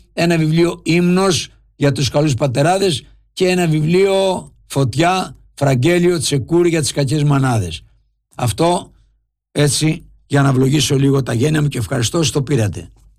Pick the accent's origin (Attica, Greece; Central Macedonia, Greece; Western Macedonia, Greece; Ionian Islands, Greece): Ionian Islands, Greece; Lefkada; Κατεβαίνω από τη Λευκάδα, από το χωριό μου, για να πάει κανείς σε αυτό το χωριό που είμαι εγώ, είναι όλο βουνά, έλατα.